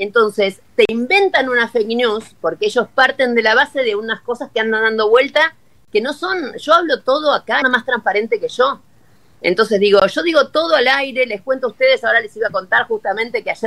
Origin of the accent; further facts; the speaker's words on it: Argentina; Y nosotros no somos todos los argentinos, somos el 1%, menos del 1%.